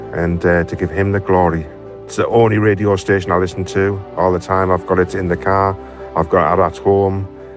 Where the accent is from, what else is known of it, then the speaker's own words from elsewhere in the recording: Gateshead, North East England, United Kingdom; I am from Gateshead.